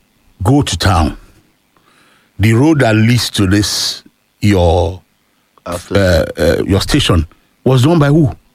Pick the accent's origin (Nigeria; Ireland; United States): Nigeria; Lagos; also born or lived in Ibadan; I was born and bred in Lagos, but my father had a culture. I'm his firstborn, so he usually bring me to Ibadan for my long vacation.